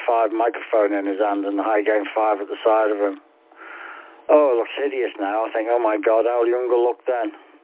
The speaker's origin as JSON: {"language": "English", "town": "Liverpool", "region": "North West England", "country": "United Kingdom", "tie": "born or raised there", "moved": "as an adult", "said": "I'm not originally from round here. I'm a Scouser, born and bred. My family's all over there. People get fed up of hearing me say that. I've been around here now about 38 years. Married local."}